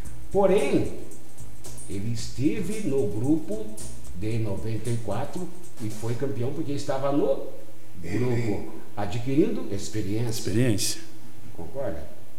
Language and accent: Portuguese; Brazil; Eu sou brasileiro, pô.